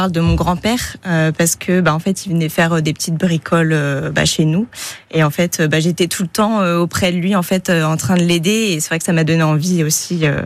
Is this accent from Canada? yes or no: no; Le Mans, Pays de la Loire, France; Moi, j'ai grandi au Mans